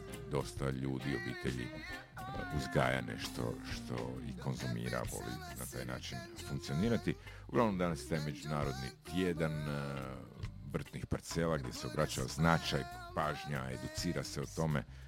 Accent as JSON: {"language": "Croatian", "region": "Istria County", "country": "Croatia", "said": "Kod nas u Istri"}